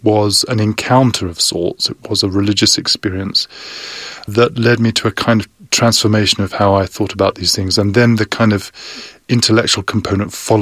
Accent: London, United Kingdom; And I grew up a Baptist in England, in the Greater London area. My mother used to take us to church every week.

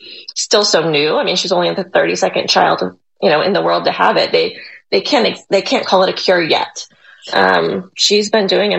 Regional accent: Phoenix, Arizona, United States; I'm from Phoenix, Arizona. I'm a mom of three girls

